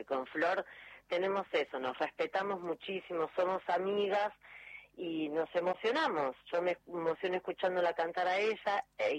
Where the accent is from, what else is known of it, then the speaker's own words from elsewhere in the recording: Argentina; no nos quedamos quietas, somos mujeres, somos argentinas